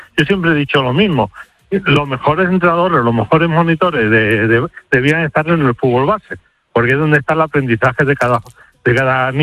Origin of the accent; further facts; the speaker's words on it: Spain; bueno, como español, pues sientes sientes alegría y sientes emoción y todo eso.